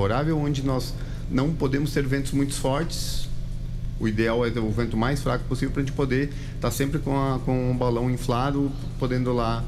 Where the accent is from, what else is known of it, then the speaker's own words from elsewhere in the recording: Rio Grande do Sul, Brazil; now in Espírito Santo, Brazil; Eu sempre cito que eu venho do Rio Grande do Sul. O povo gaúcho é um povo extremamente bairrista